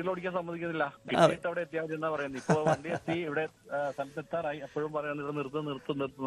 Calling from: Cherthala, Kerala, India; ഞാൻ ചേർത്തലയിൽ നിന്നാണ്.

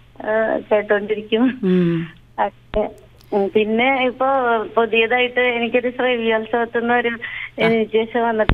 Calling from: Veloor, Kerala, India; വേലൂരിൽ നിന്നാണ് വിളിക്കുന്നത്.

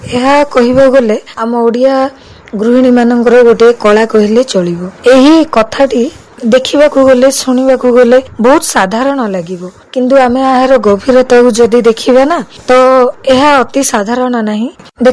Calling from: Jeypore, Odisha, India; ମୁଁ ଜୟପୁରର ଏକ ବାସିନ୍ଦା।

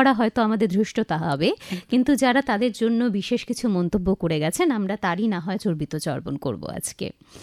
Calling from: Bahiri, West Bengal, India; আমাদের গ্রাম হচ্ছে বোলপুর থেকে 5 কিলোমিটার দূরে, বাহিরি বলে

